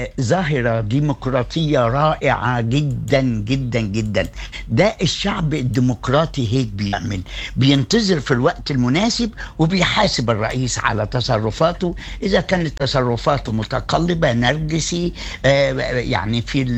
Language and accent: Arabic; Egypt; عندنا في مصر